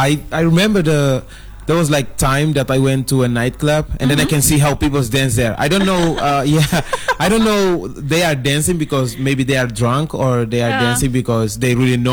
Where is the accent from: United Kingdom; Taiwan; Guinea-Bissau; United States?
Guinea-Bissau; I'm from Balanta.